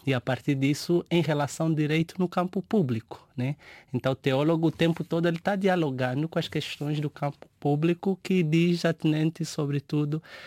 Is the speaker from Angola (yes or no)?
yes; Angola; Eu cresci dentro de um lar cristão, de certa forma